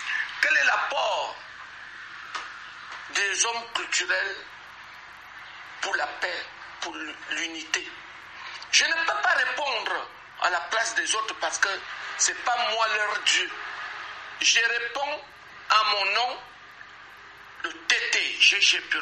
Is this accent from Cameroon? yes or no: yes; Cameroon; je me sens plus mieux chez moi au Cameroun qu'ailleurs, quel que soit ce qu'on me réserve ailleurs. Je suis Camerounais de père et mère. Et je me sens plus à l'aise au Cameroun qu'ailleurs.